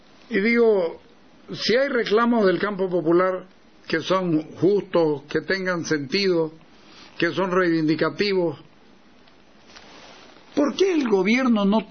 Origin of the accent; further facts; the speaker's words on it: Santa Cruz, Bolivia; Yo soy cruceño